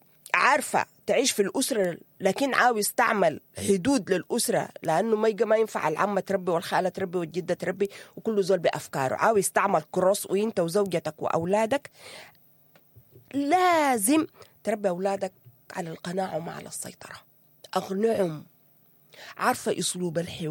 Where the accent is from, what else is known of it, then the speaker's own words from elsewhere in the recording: Sudan; نحن سودانيين